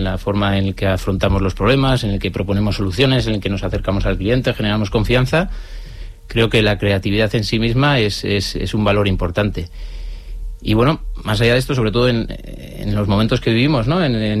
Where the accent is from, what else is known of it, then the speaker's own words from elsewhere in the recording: Vitoria-Gasteiz, Basque Country, Spain; somos de aquí de Vitoria y decidimos emprender aquí.